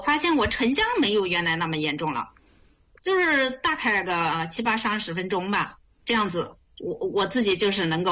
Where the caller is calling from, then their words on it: Hunan, China; 我是湖南的。